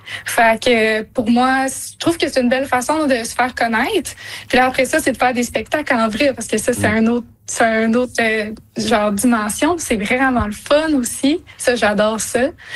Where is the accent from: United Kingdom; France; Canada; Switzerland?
Canada; Quebec; Et moi, je suis québécoise, puis je veux mettre le Québec en valeur.